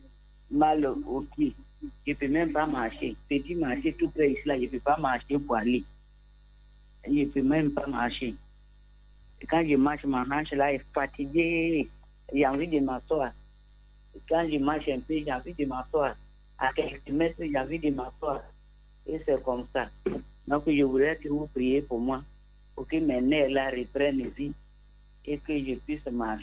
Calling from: Abidjan, Côte d’Ivoire; Je vous appelle de Yopougon.

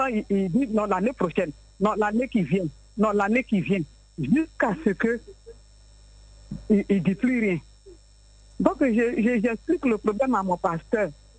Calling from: Abidjan, Côte d’Ivoire; J'appelle de Yopougon Nyangon Nord.

